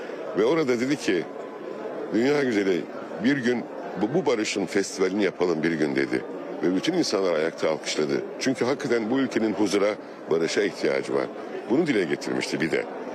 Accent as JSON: {"language": "Turkish", "region": "Adana", "country": "Turkey", "said": "Ben Adanalıyım."}